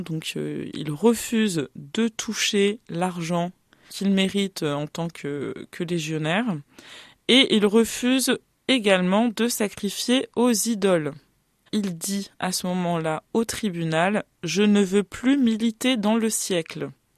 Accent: Auvergne-Rhône-Alpes, France; en tout cas par chez moi, en Savoie et en Suisse

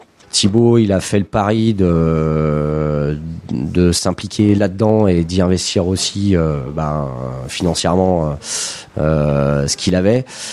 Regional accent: France; même chez nous en France

